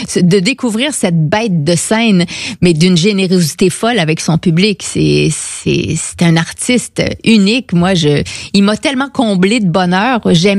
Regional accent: Quebec, Canada; comme on dit chez nous au Québec.

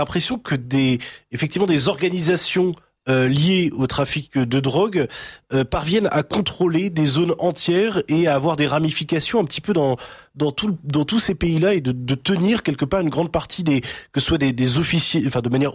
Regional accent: France; en tant que Français et de droite

